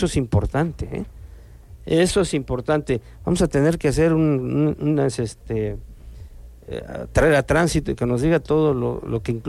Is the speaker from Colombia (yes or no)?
no; Mexico; Así somos como mexicanos, todo al último, todo al último.